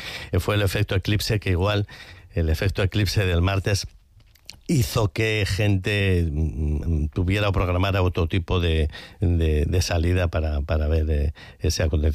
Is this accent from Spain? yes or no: yes; San Sebastián, Basque Country, Spain; soy donostiarra y ya llevo muchas fiestas encima